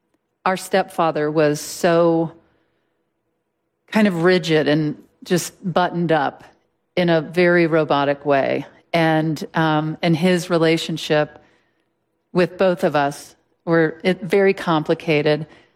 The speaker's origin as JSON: {"language": "English", "region": "Mississippi", "country": "United States", "tie": "born or raised there", "moved": "yes", "said": "When my stepfather passed away, we were burying him in Mississippi, in my hometown"}